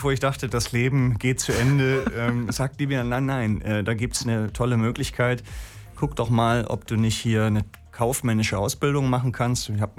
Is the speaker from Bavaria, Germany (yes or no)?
no; Hamburg, Germany; also born or lived in Glückstadt, Schleswig-Holstein; Ich bin eigentlich in Hamburg, im Süden von Hamburg groß geworden.